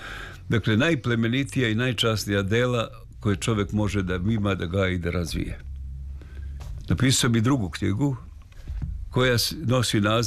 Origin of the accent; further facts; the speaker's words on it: Serbia; to je narodni termin kod nas u Srbiji, se kaže to je prodata duša.